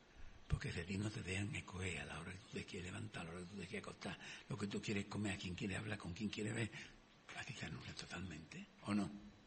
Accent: Jerez, Andalusia, Spain; El chicle, yo soy de Jerez, conozco el chicle, que ha pegado.

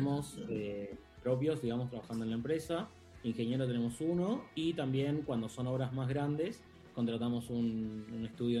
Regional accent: Neuquén, Argentina; Somos neuquinos y fabricamos en Neuquén

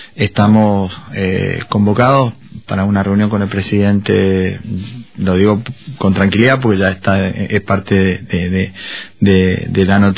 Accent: Argentina; Pero como argentino, la verdad

